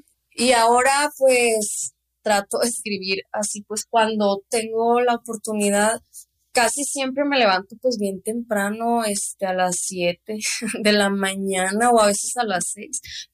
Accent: Cuauhtémoc, Chihuahua, Mexico; me dijo, ¿de dónde eres? No, que de Cuauhtémoc, Chihuahua

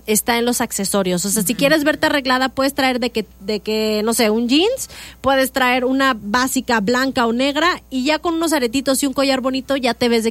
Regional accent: northern Mexico, Mexico; yo soy norteña.

